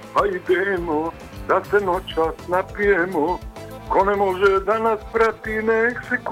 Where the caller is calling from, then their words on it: Breza, Federation of Bosnia and Herzegovina, Bosnia & Herzegovina